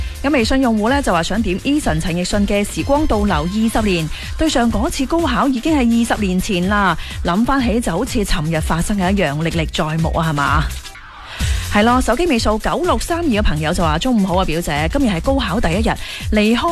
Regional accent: Guangdong, China

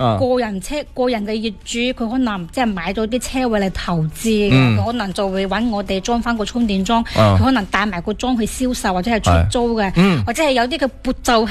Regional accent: Meizhou, Guangdong, China; now in Foshan, China; 佢如果系由佛山呢度翻到我乡下

